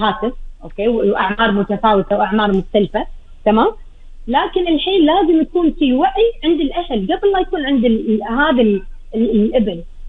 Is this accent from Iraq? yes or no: no; Kuwait; يحفظ ديرتنا الكويت